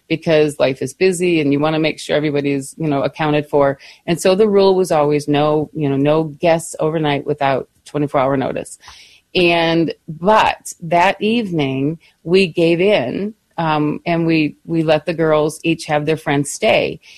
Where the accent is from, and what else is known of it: Michigan, United States; born or raised there